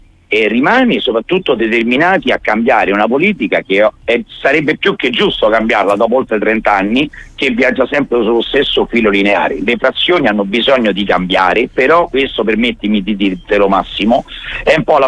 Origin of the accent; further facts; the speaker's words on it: Zagarolo, Lazio, Italy; also born or lived in Valle Martella; Io che sono cresciuto a Zagarolo, andato a scuola a Zagarolo dalla prima elementare, sono ancora il forestiero di Valle Martella